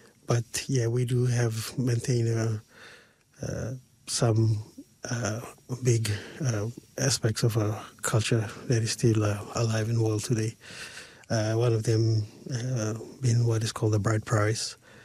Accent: Port Moresby, National Capital District, Papua New Guinea; Now, I'm from Papua New Guinea, from a village called Kirakira, and that village is located right inside Port Moresby.

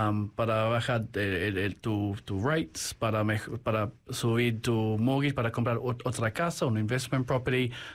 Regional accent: Australia; now in New Zealand; Originalmente soy de Australia, pero hace 10 años que estoy viviendo acá, en Nueva Zelanda.

